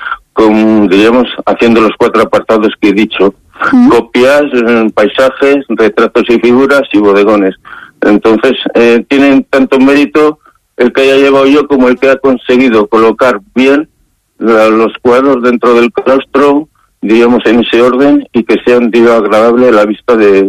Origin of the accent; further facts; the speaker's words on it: Sasamón, Castile and León, Spain; born there; moved away; Porque es mi pueblo, es lo que digo, es donde nací, y yo soy castellano, soy burgalés y soy de Sasamón. Eso es lo que digo siempre, aunque haya estado muy lejos de Sasamón.